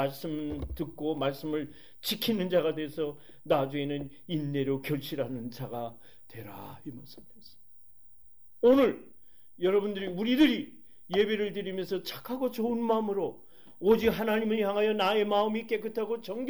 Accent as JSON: {"language": "Korean", "country": "South Korea", "tie": "born or raised there", "moved": "yes", "lives_now": "United States", "said": "내 가족이 물론 한국에 있습니다만은 그래서가 아니에요. 내 고향이고 예? 모태의 나라 아니에요."}